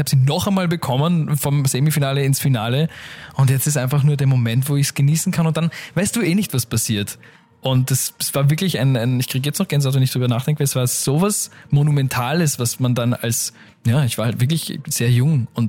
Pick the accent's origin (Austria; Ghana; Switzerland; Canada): Austria